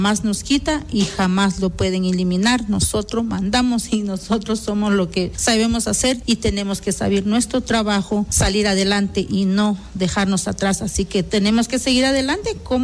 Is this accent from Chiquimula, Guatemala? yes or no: no; Alta Verapaz, Guatemala; first language Q'eqchi'; Spanish is a second language; soy de Alta Verapaz y mi idioma es Quechí.